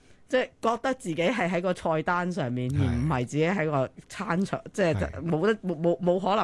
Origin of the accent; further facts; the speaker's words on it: China; 咁我哋而家中國即係作為一個中國人喺生存喺依一個時代係開心好多嘅